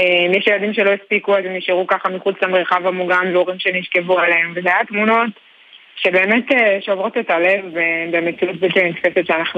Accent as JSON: {"language": "Hebrew", "town": "Kiryat Shmona", "region": "Northern District", "country": "Israel", "tie": "born or raised there", "said": "אני גדלתי וגרתי בקריית שמונה כל חיי מבד הפינוי, ואני מאוד אוהבת ומחוברת את העיר, מחוברת לעיר"}